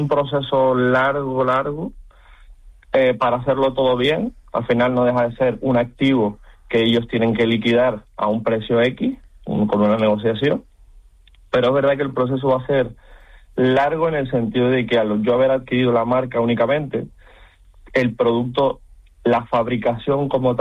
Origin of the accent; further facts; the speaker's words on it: Canary Islands, Spain; Aparte de que me considero un canario completo, o sea, miro por y para Canarias.